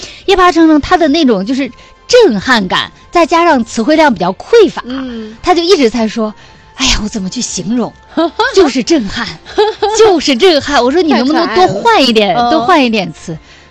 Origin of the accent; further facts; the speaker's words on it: China; 我们中国人